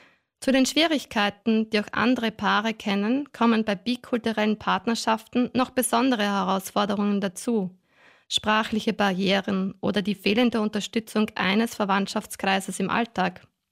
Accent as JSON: {"language": "German", "region": "Burgenland", "country": "Austria", "also_born_or_lived": "Vienna", "moved": "yes", "said": "Nicht immer können andere Menschen beim Erstkontakt heraushören, dass ich Burgenländerin bin. Ich tue mir schwer, im Dialekt zu reden. Das hat auch damit zu tun, dass wir als Familie viele Jahre in Wien gelebt haben."}